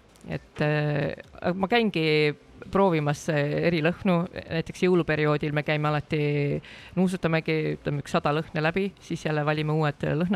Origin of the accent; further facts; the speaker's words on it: Tartu, Tartu County, Estonia; No meil on see, et see on lihtsalt meie kodulinn, et noh, Tartu laadad ongi